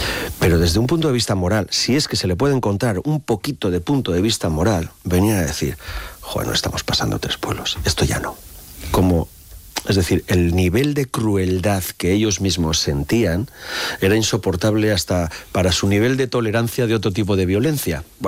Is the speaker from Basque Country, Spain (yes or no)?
yes; Irún, Basque Country, Spain; Yo soy de Irún, soy del 67, la misma edad que Miguel Ángel.